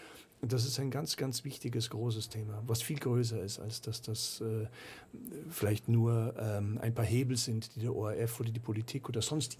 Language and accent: German; Munich, Bavaria, Germany; now in Austria; Und das sage ich als Münchner, ja, als Bayer, weil ich doch Österreich so lieben und schätzen gelernt habe. Das ist ja seit vielen, vielen Jahren meine Heimat.